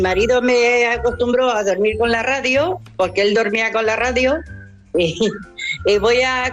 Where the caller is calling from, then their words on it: Málaga, Andalusia, Spain; yo soy de Málaga.